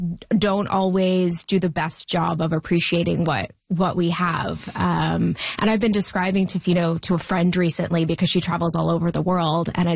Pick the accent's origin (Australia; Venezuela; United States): Australia; born there; moved away; also born or lived in Victoria, BC, Canada; And I grew up in Australia.